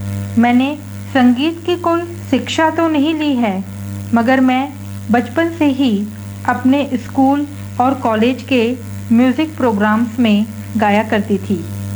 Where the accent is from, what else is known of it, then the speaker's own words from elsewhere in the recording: Pune, Maharashtra, India; मैं पुणे महाराष्ट्र से हूँ।